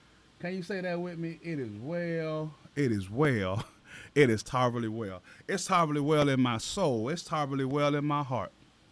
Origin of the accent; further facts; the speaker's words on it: West Palm Beach, Florida, United States; also born or lived in Abilene, Texas; I was born in Texas. I was born in Abilene, Texas, raised in West Palm Beach, Florida. And so I'm from the South. I know y'all hear my voice, and that's what it is.